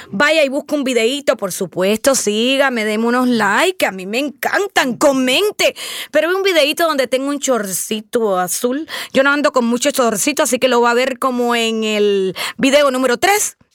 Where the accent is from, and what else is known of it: Cuba